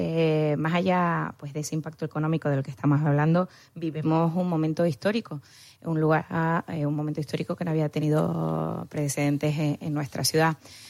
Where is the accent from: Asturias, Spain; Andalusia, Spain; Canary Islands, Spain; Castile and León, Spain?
Canary Islands, Spain; los problemas que tenemos cada día nosotros como canarios